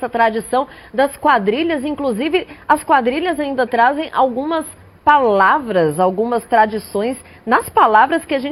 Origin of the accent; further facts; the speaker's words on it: Fortaleza, Ceará, Brazil; born there; now in São Paulo, Brazil; Eu sou lá do Ceará, sou de Fortaleza, onde o São João é muito tradicional.